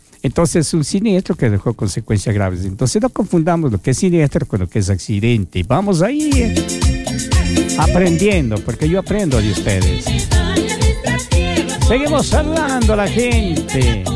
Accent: Ambato, Tungurahua, Ecuador; Saludos, don Ambate, desde Ambato, mi tierra, mi estimada.

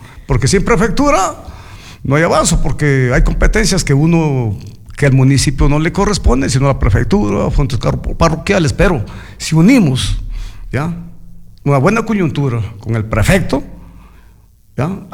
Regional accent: Catacocha, Loja, Ecuador; mi tierra, San Antonio, ¿no? Donde yo nací, sí, confirmado, es una linda tierra, hermosa, de gente trabajadora

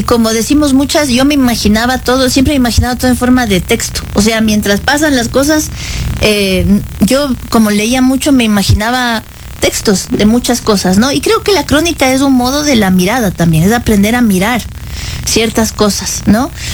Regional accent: Quito, Pichincha, Ecuador; born there

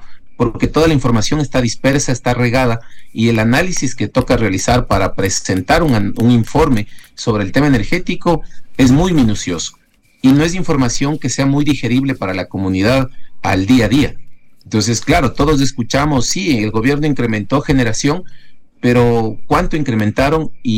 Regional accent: Ecuador; necesitamos como ecuatorianos mayor transparencia

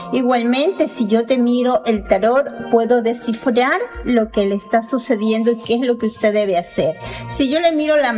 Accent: Ecuador; te vas a guiar por la banderita del Ecuador. Sí, porque somos ecuatorianos, porque somos de este país maravilloso.

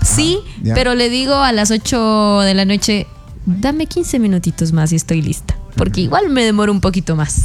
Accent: Coast, Ecuador; Yo soy costeña, pero soy de las que se demora para arreglarse

